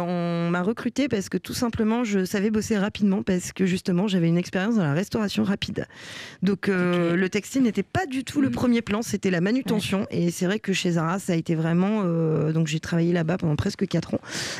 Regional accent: Lille, Hauts-de-France, France; now in Nantes, France; Je viens du Nord

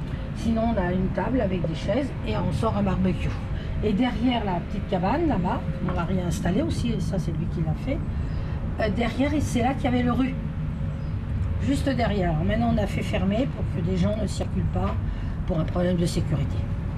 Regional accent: Champigny-sur-Marne, Île-de-France, France; Je suis née à la Cité Jardin, dans l'autre cour, donc au domicile de mes parents.

